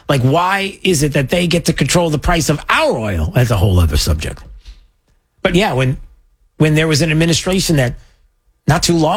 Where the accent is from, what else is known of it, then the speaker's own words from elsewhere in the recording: New York, United States; I grew up in New York.